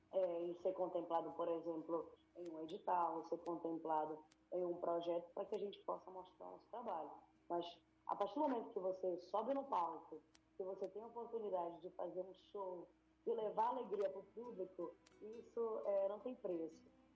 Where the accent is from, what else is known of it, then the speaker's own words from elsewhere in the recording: Amapá, Brazil; Eu sou do estado do Amapá, que é vizinho do estado do Pará.